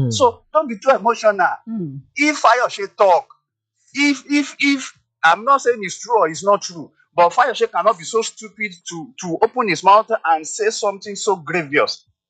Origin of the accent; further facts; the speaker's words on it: Nigeria; I grew up in a situation whereby in this same Nigeria, where somebody will open a shop and he will put the amount of money you are selling your goods by your goods.